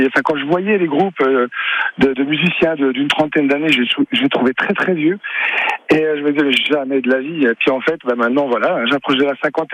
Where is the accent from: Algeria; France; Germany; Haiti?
France; Belfort, Bourgogne-Franche-Comté; Belfort, moi je suis jeune de Belfort du coup, c'est une ville qui bouge beaucoup au niveau musique